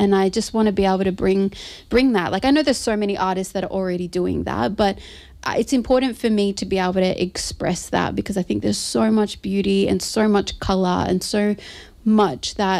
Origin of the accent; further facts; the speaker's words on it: Melbourne, Victoria, Australia; also born or lived in Otaki, New Zealand; so I was born in Otaki, New Zealand, which is in the North Island. But I was raised in Melbourne, Australia.